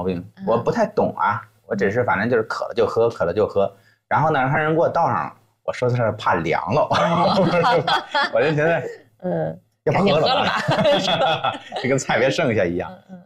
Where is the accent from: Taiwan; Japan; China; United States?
China